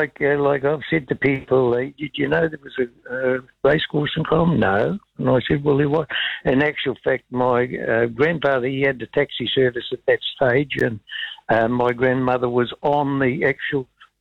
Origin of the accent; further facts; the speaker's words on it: New Zealand; born there; but I was born in Tikawiri.